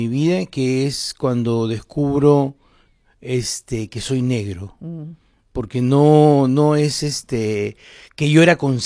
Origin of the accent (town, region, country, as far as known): Lima, Peru; born or raised there